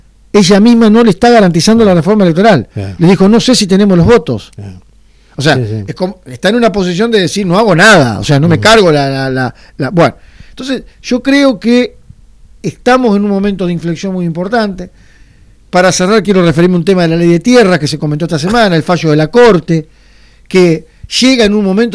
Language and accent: Spanish; Argentina; me afecta a mí como argentino.